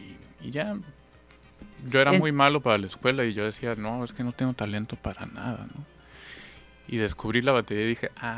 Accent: Acapulco, Guerrero, Mexico; moved away as an adult; also born or lived in Mexico City; yo soy acapulqueño, ajá, nací aquí, crecí aquí, viví hasta los 18 años aquí. Ajá. Y después me fui a vivir a la Ciudad de México, me fui a estudiar música. Viví como 13 años allá.

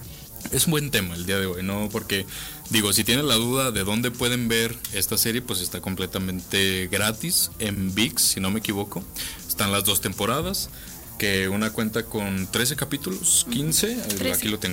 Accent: Mexico; Entonces somos los mexicanos, ¿no? Nos aventamos el tiro

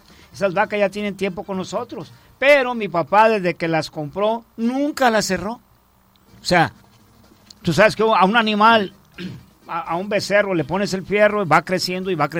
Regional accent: Mexico; somos los mexicanos los que tenemos que regir nuestra propia política

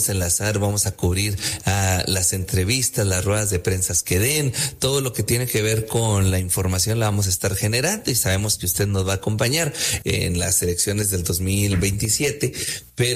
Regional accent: Mexico

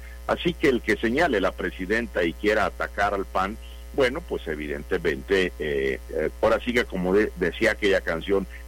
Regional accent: Mexico

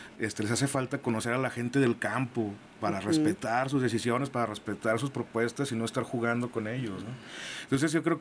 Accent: Mexico

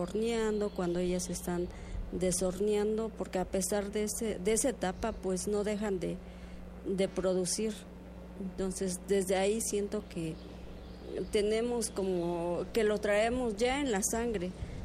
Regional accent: Santa María Atzompa, Oaxaca, Mexico; soy originaria de Santa María Atzompa, orgullosamente artesana.

